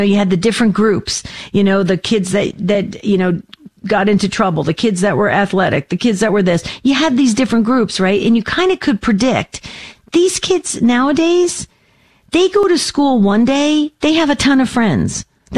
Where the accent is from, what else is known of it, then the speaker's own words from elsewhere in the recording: New Jersey, United States; My neighbors were all Jewish where I grew up in New Jersey.